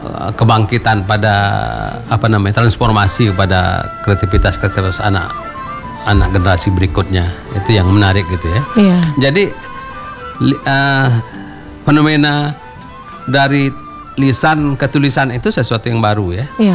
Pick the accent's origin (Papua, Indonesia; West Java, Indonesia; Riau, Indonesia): Riau, Indonesia; bukan karena saya orang Riau ya